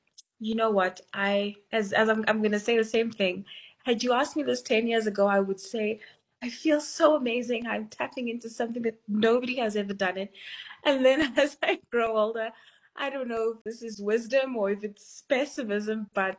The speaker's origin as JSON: {"language": "English", "country": "South Africa", "said": "It is possible for us to live in this contradiction, be hopeful, be disappointed, be sad, be, incredibly proud to be South African"}